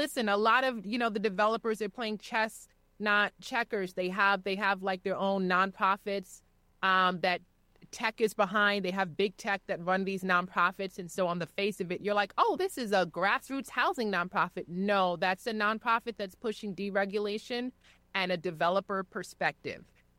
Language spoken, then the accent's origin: English; New York City, New York, United States; I was born and raised in Brooklyn. I grew up in Brownsville.